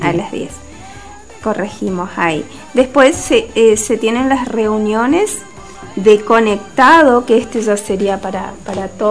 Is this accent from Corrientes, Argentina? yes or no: yes; Corrientes, Argentina; soy más correntina que...